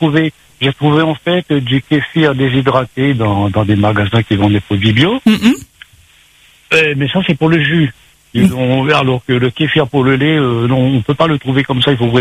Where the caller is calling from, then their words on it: Saint-Leu, Réunion; je suis sur Saint-Leu